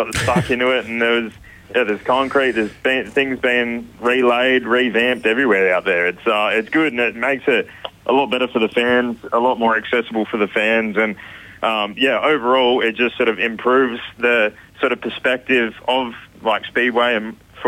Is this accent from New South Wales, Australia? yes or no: no; Mildura, Victoria, Australia; born or raised there